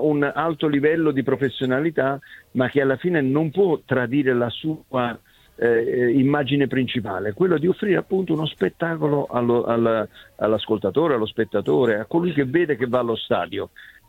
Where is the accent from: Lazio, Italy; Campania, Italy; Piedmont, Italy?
Campania, Italy; Naples; io napoletano